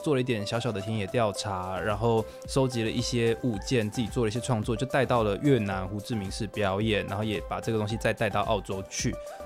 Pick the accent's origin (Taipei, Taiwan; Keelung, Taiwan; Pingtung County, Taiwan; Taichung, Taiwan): Taipei, Taiwan; born there; also born or lived in Changhua, Taiwan; 后来到了学龄之后，就到了台北，就跟我爸妈一起生活。